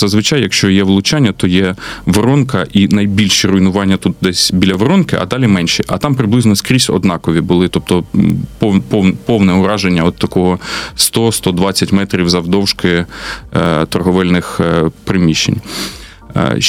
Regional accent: Chuhuiv, Kharkiv Oblast, Ukraine; born there; я як мешканець, ну, уродженець Чугуєва

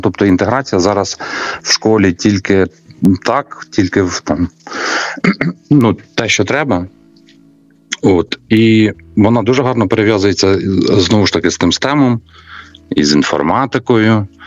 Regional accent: Krasnokutsk district, Kharkiv Oblast, Ukraine; я родом із маленького села в 300 людей із Харківської області.

